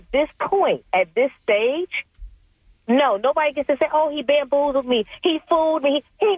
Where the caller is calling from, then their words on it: New York, United States; I'm from New York as well.